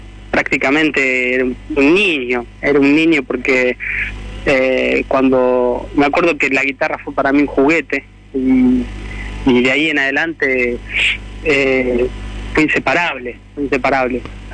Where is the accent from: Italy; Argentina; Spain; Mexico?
Argentina; Correa, Santa Fe; moved away as an adult; also born or lived in Rosario / Buenos Aires; empecé de chico en Correa